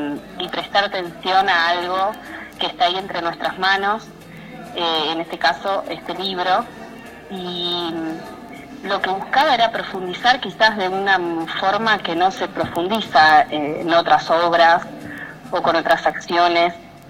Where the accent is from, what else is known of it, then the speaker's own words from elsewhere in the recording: Puerto San Julián, Santa Cruz, Argentina; Yo soy de San Julián y viví acá en el momento que ocurre el femicidio de Zulma. Zulma vivía a 2 cuadras de mi casa